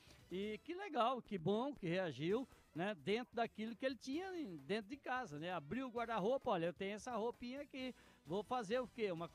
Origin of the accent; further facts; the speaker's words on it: Rondônia, Brazil; Eu que sou de Rondônia, eu conheço bem esse clima aí.